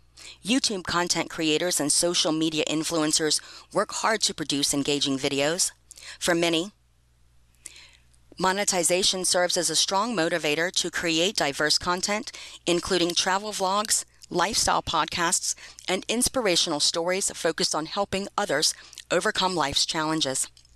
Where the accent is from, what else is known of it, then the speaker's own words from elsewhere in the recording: Philippines; first language Ilocano; English is a second language; moved away; my younger days in the Philippines with my grandpa Isabello on the farm.